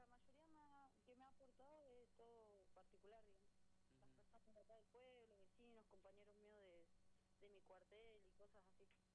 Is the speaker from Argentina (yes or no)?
yes; Plaza Huincul, Neuquén, Argentina; volver acá, digamos a Neuquén, porque yo soy de acá, de Plaza Búnculo de Neuquén.